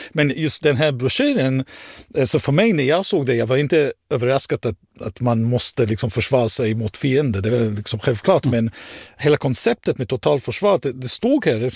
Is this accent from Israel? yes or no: yes; Israel; Swedish is a second language; now in Sweden; Och där jag kommer ifrån, Israel, så är det krig hela tiden.